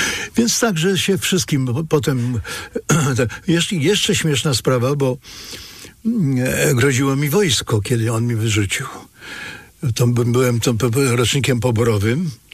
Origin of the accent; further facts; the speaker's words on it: Poznań, Greater Poland Voivodeship, Poland; jestem z Poznania, a Poznań zawsze był silnym ośrodkiem muzycznym